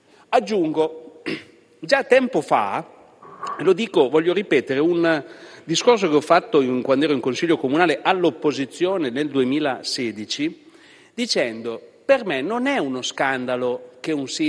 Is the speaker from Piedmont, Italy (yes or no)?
yes; Asti, Piedmont, Italy; sono di Asti.